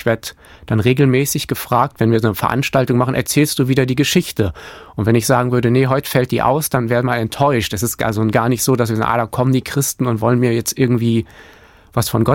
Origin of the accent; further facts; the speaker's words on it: Hamburg, Germany; ich bin ja selber Hamburger